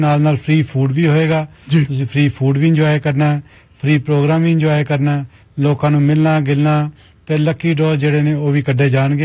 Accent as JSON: {"language": "Punjabi", "town": "Amritsar", "region": "Punjab", "country": "India", "tie": "born or raised there", "said": "ਜਿੱਦਾਂ ਤੁਸੀਂ ਵੀ ਅੰਮ੍ਰਿਤਸਰ ਸ਼ਹਿਰ ਚ ਮੈਂ ਵੀ ਸ਼ਹਿਰ ਚ ਜੰਮਿਆ ਪਲਿਆ"}